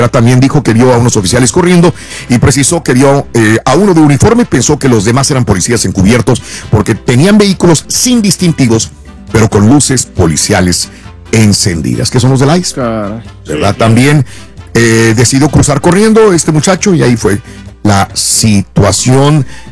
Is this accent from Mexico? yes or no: yes; Mexico; si somos mexicanos también